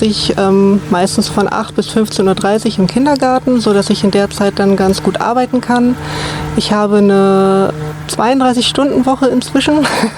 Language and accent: German; Göttingen, Lower Saxony, Germany; moved away as an adult; now in Germerode, Germany; ich bin in Göttingen geboren und aufgewachsen und bin dann vor ungefähr 8-9 Jahren hier nach Germerode gezogen